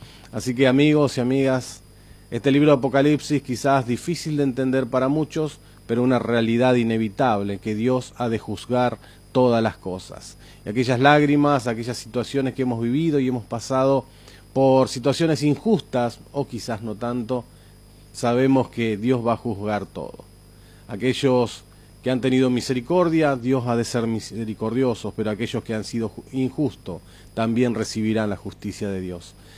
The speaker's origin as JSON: {"language": "Spanish", "region": "Buenos Aires", "country": "Argentina", "said": "aquellos que somos de Coronel Rosales"}